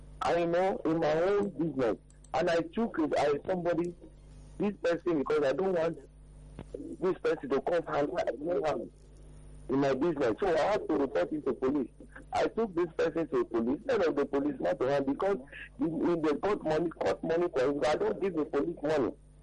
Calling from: Ayobo, Lagos, Nigeria; Welcome. I'm calling from Ayobo.

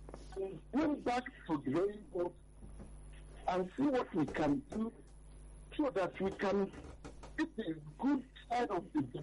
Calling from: Nigeria

